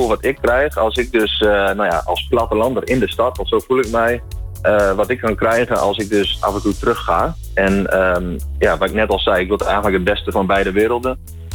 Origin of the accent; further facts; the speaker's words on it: Drenthe, Netherlands; accent: Low Saxon; in mijn geval is het Neder-Saxisch, ik kom uit Drenthe.